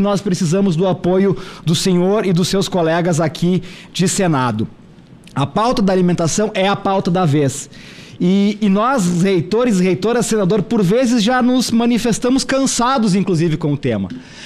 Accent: Rio Grande do Sul, Brazil; para falar do senador Paulo Paim, como gaúcho que sou, eleitor dele em inúmeras eleições.

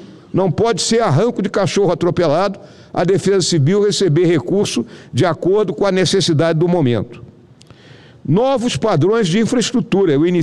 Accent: Rio Grande do Sul, Brazil; isso tanto lá no meu estado do Rio Grande do Sul e também lá em Santa Catarina, senador Amin?

